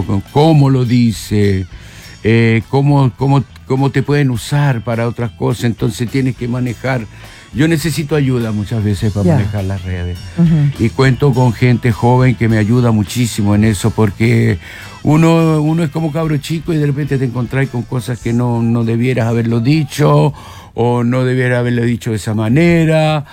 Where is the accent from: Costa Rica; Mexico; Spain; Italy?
Italy; porque ya no quería que me dijeran extracomunitario, no me dolía que me dijeran sudaca. Yo crecí en Italia, mi adolescencia, entonces volver a Europa y encontrarme con una Europa que yo desconocía.